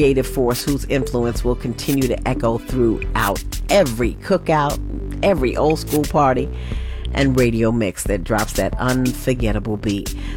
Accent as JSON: {"language": "English", "town": "New York City", "region": "New York", "country": "United States", "tie": "born or raised there", "said": "from the streets of my hometown of Harlem"}